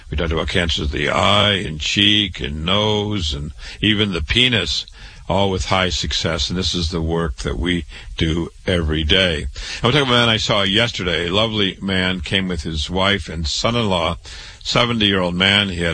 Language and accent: English; Waterloo, Iowa, United States; I was born and raised in Waterloo, Iowa